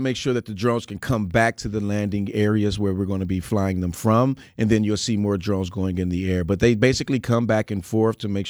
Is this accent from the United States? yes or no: yes; Wisconsin, United States; I'm from Wisconsin.